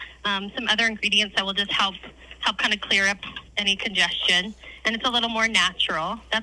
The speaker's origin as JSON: {"language": "English", "town": "Denver", "region": "Colorado", "country": "United States", "tie": "born or raised there", "said": "I grew up in Denver."}